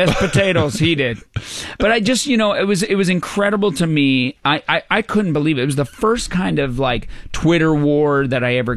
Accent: Newfoundland and Labrador, Canada; I was like, okay, first of all, I grew up in Newfoundland.

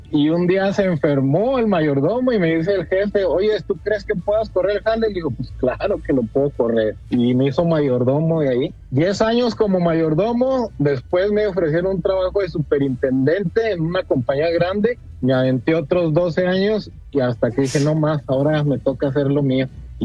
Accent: Ciudad Juárez, Chihuahua, Mexico; now in United States; Soy de Ciudad Juárez, Chihuahua.

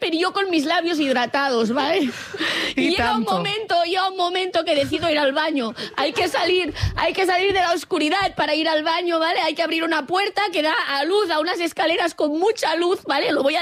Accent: Catalonia, Spain; Sabemos que soy catalana.

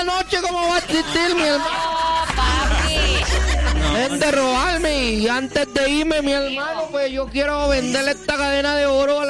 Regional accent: Puerto Rico, Caquetá, Colombia; Puerto Rico, Caquetá, una zona bien caliente, mi hermano.

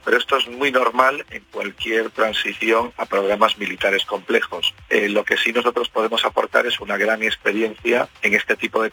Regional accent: Ferrol, Galicia, Spain; de donde yo soy, de Ferrol

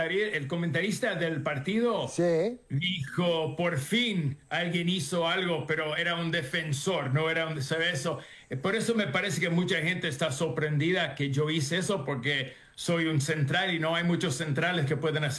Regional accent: Argentina; Oye, espera, sí, una más. Soy argentino.

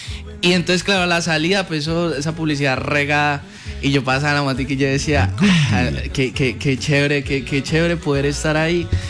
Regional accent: Huila, Colombia; Eso, o sea, es el Huila.

